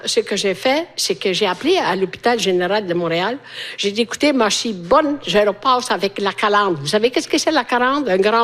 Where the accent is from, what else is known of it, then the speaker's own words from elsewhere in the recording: Italy; French is a second language; Puis c'est l'hiver. Chez nous, en Italie, il fait chaud.